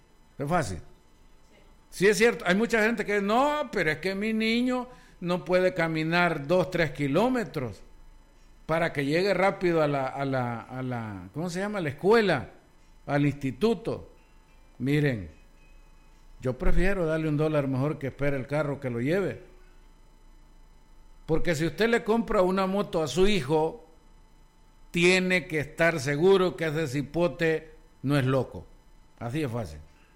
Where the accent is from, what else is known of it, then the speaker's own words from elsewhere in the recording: El Salvador; somos especiales los salvadoreños.